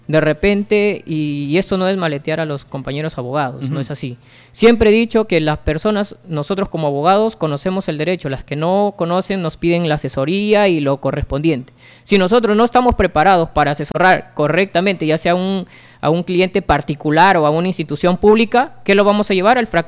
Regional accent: José Leonardo Ortiz, Lambayeque, Peru; soy de José Leonardo Ortiz, nací en José Leonardo Ortiz, me crié en José Leonardo Ortiz y viví la situación y vivo la situación de José Leonardo Ortiz.

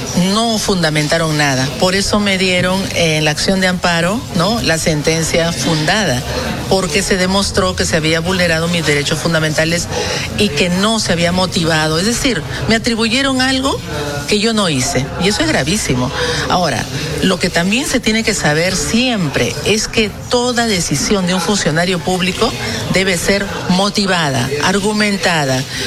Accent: Peru; soy peruana.

